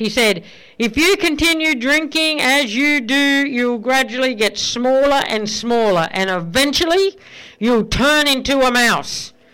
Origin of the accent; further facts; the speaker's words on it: Ireland; Remember, I'm Irish.